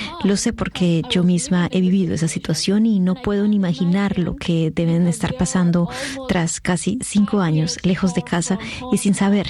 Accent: Afghanistan; moved away; las mujeres afganas no hemos desaparecido.

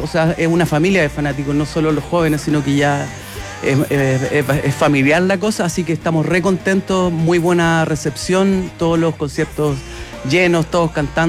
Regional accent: San Carlos, Ñuble, Chile; Sí, tiene que ver con la longaniza, es que nosotros somos de San Carlos, ¿cachai?

